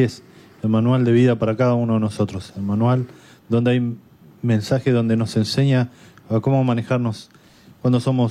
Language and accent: Spanish; San Isidro, Buenos Aires Province, Argentina; Nosotros también somos de San Isidro, de la zona.